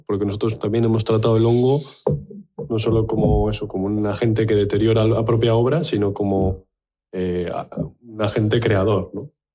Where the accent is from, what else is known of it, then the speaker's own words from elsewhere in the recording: Getxo, Basque Country, Spain; soy de Algorta, entonces y vivo cerquita de aquí